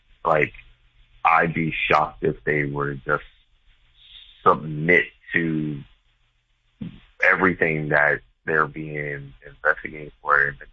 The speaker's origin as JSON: {"language": "English", "town": "Philadelphia", "region": "Pennsylvania", "country": "United States", "said": "Like, oh no, man, I'm from Philly."}